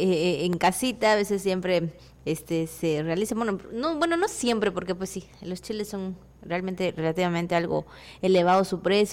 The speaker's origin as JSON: {"language": "Spanish", "country": "Mexico", "said": "estamos en México. Y somos, todos los días somos mexicanos, claro."}